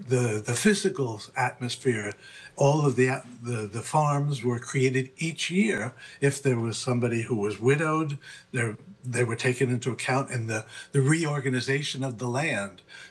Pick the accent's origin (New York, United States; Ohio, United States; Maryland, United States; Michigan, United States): New York, United States; Bronx; I'm from the Bronx, which is not exactly exquisite living, at least when I was a child